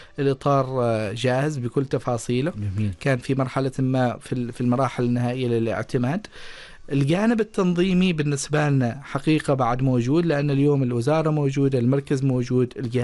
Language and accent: Arabic; Oman; موجودة عندنا في سلطنة عمان